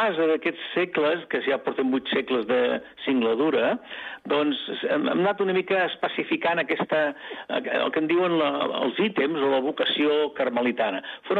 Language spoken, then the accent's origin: Catalan; Bellcaire d'Urgell, Catalonia, Spain; moved away as an adult; also born or lived in Lleida / Tàrrega / Terrassa / Barcelona; now in Olot, Spain; Jo sóc fill de Lleida. Lleida, i vaig néixer justament a la capital. La meva família és una família de pagesos, de la plana d'Urgell. El meu poble és Bellcaire d'Urgell. El que passa que jo he estudiat sempre a Terrassa i a Barcelona i he viscut molts anys també a Terrassa i a Barcelona.